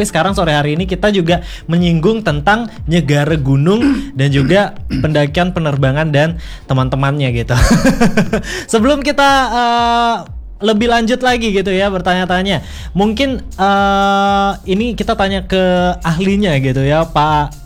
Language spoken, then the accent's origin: Indonesian; Buleleng, Bali, Indonesia; karena saya aslinya dari Buleleng juga, di mana Buleleng ini dengan lekat sekali yang namanya nyegar gunung.